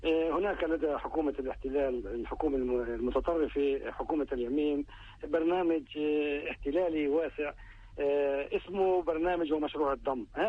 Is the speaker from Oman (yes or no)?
no; Palestine; مساء الخير لك ولكل شعبنا الفلسطيني.